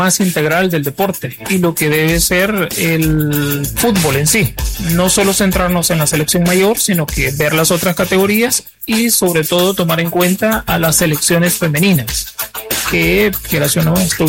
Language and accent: Spanish; El Salvador